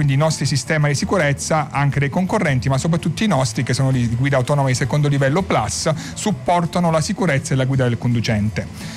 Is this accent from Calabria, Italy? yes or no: yes; Calabria, Italy; ritorno a casa nell'amata Calabria, sì, perché diciamolo, sono calabrese e sono fiero di essere